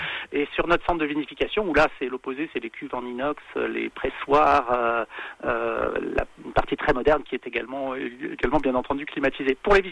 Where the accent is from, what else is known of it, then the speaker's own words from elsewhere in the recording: Grand Est, France; moved away; Moi, je suis alsacien d'origine, oui.